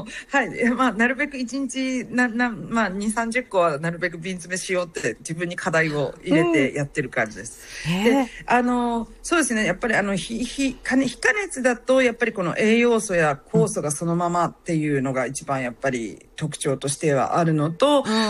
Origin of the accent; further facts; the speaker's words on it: Aichi, Japan; now in New Zealand; 注文があればニュージーランドから直接 DHL さんを使って送ったりとか、うん、あと、まあ、多少私の実家の愛知県にストックがあるので、そこにあるものだったら国内で郵送しているって感じですね。